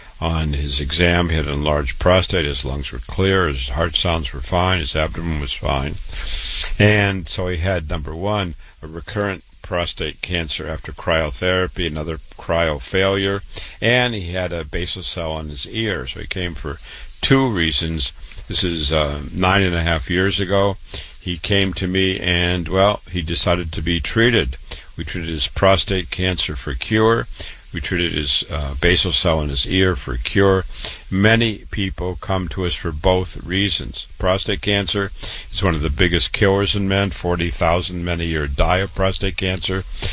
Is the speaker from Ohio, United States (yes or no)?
no; Waterloo, Iowa, United States; now in New York, United States; born and raised in Waterloo, Iowa